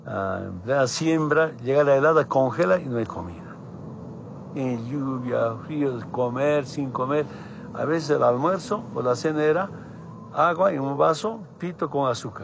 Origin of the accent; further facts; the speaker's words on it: Altiplano, Bolivia; Es la casita donde yo nací, un 26 de octubre de 1959. Y acá nunca se conocía ducha, ni baño, nada, no conocían. El gran problema de todo el altiplano boliviano es la sequía, la helada.